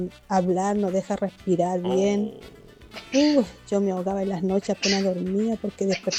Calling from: Chile; de Santa Julia

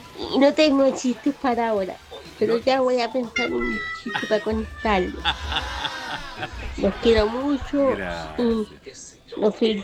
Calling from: Laguna Verde, Valparaíso, Chile; Y soy la de Laguna Verde.

